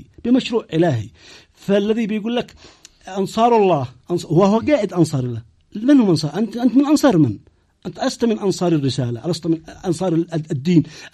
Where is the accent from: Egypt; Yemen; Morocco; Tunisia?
Yemen